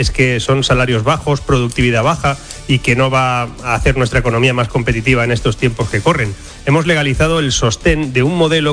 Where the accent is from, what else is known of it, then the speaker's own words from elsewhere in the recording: Spain; porque todos los que somos españoles sabemos que en situaciones como esta tenemos que salir a defender nuestro territorio y nuestro país.